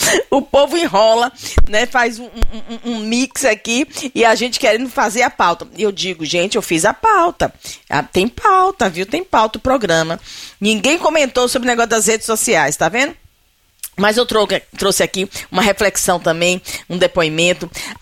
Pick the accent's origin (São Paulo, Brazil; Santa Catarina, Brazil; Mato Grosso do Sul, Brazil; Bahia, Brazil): Bahia, Brazil; Os baianos retados foram e chegaram, somos nós. Baianos legítimos.